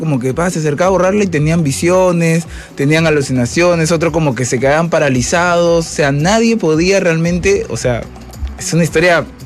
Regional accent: Peru; lo que nosotros somos como... como peruanos

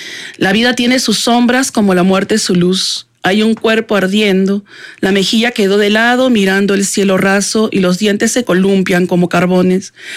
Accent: Lima, Peru; Yo nací a media cuadra de la Plaza Italia, en el antiguo Hospital San Bartolomé. Uh-huh. Viví en la cuadra 8 del Jirón Junín, en una quinta de 26 casas. Y bueno, mi niñez fue la Plaza Italia, detrás del Congreso y el Carmen

